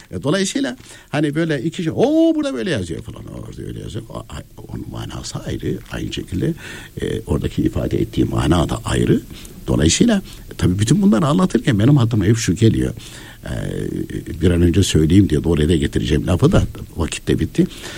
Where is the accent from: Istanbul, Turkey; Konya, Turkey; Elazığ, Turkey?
Konya, Turkey; Şimdi ben Konyalıyım.